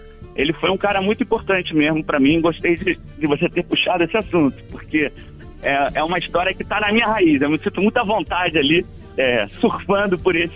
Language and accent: Portuguese; Rio de Janeiro, Brazil; now in Distrito Federal, Brazil; Eu cresci na Tijuca, né? No Rio de Janeiro, hoje sou radicado no Distrito Federal, mas cresci na Tijuca